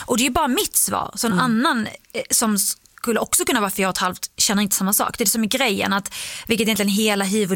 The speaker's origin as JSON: {"language": "Swedish", "region": "Skåne", "country": "Sweden", "also_born_or_lived": "Iraq", "said": "Jag känner ju mer att jag är från Skåne. Alltså, Skåne har ju format mig mer än vad Irak har format mig."}